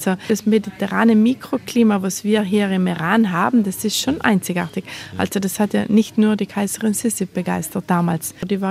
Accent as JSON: {"language": "German", "region": "Trentino-Alto Adige", "country": "Italy", "said": "Aber Muttersprache ist Deutsch und im Herzen sind wir Tiroler."}